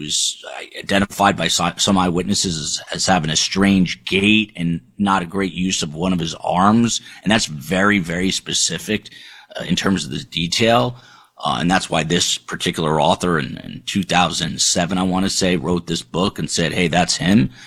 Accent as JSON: {"language": "English", "region": "New Jersey", "country": "United States", "tie": "born or raised there", "said": "I was a very young kid in the 70s, and I grew up in New Jersey"}